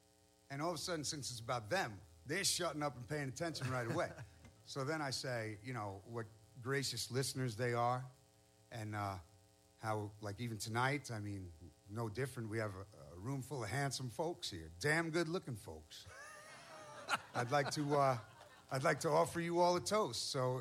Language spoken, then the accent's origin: English; Ypsilanti, Michigan, United States; This is about my hometown of Ypsilanti, Michigan.